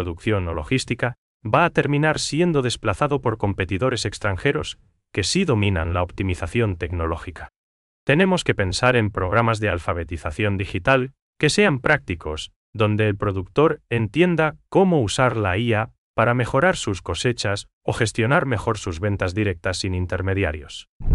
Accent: Paraguay; la calidez que nos caracteriza como paraguayos

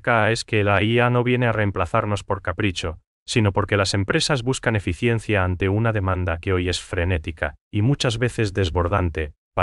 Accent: Paraguay; nuestro valor como paraguayos

